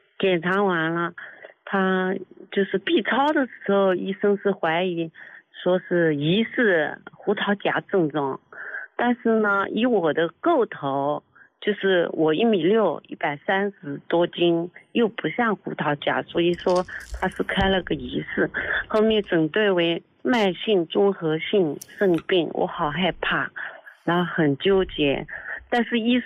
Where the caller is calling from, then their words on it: Ningbo, Zhejiang, China; 我是宁波的，然后宁波这边中医院还是哪里